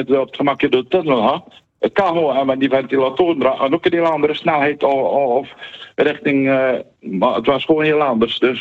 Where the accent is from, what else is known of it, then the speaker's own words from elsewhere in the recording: Biervliet, Zeeland, Netherlands; Biervliet.